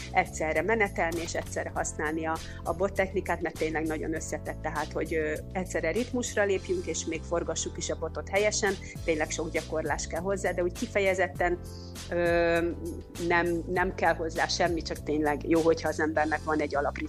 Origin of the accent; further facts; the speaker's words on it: Barcs, Somogy, Hungary; now in Baranya County, Hungary; Én Barcson kezdtem, onnan származom, csak mivel elköltöztem otthonról